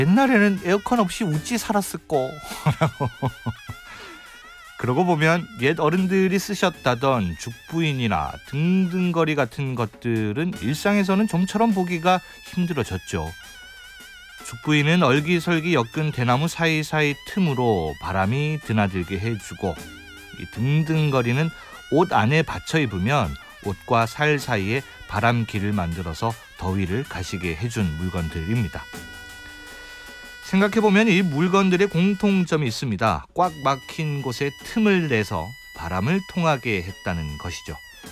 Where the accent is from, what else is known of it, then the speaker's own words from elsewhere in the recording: Tongyeong, South Gyeongsang, South Korea; moved away; 얼마 전 통영 고향 집에 갔을 때였습니다.